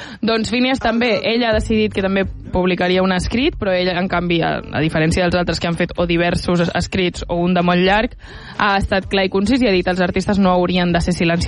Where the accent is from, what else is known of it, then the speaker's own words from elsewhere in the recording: Ripollet, Catalonia, Spain; Soc de Ripollet.